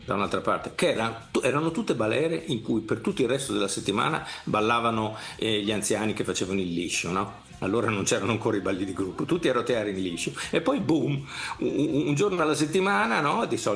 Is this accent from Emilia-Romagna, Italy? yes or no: yes; Emilia-Romagna, Italy; Beh, noi avevamo due poli, no, dalle nostre parti, uno era Bologna, il polo invernale, e l'altro il polo estivo che era Rimini e tutta quella parte di Romagna.